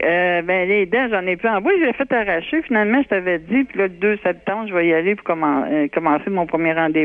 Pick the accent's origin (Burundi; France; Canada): Canada; Quebec City, Quebec; born there; now in Lévis, Canada; Moi, je suis née à Québec, mais après ça, je suis arrivée à Lévis. J'avais juste une pièce seulement, là, à la rue du Couvent, que ça s'appelle « C'est en bas plus beau », là. Fait que là, j'ai resté là quand même 8 ans et demi